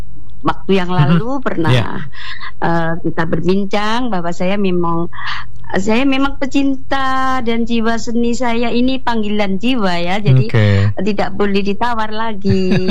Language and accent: Indonesian; Java, Indonesia; bagaimanapun saya adalah orang Jawa